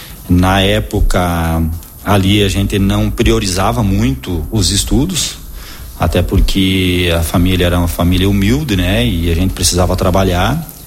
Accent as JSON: {"language": "Portuguese", "town": "Marau", "region": "Rio Grande do Sul", "country": "Brazil", "tie": "born or raised there", "said": "eu nasci na Laranjeira, aqui no interior do Marau, então nasci ali, a minha família era dali, né? Irmãos também nasceram lá, se eu não me engano, todos da minha família nasceram nessa região ali"}